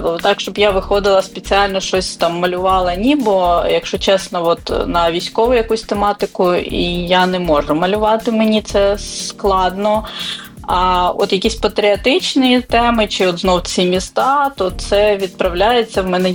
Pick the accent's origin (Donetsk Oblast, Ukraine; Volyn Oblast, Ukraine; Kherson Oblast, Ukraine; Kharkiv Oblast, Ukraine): Kharkiv Oblast, Ukraine; Kharkiv; оскільки я сама з Харкова